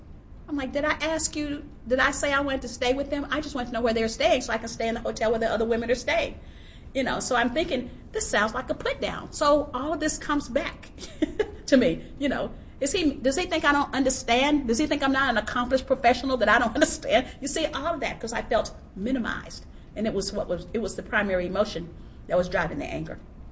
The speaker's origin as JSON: {"language": "English", "region": "Texas", "country": "United States", "tie": "born or raised there", "said": "I grew up in the Jim Crow South, and so I'm thinking, this reminds me of when I was in Texas and I was disadvantaged"}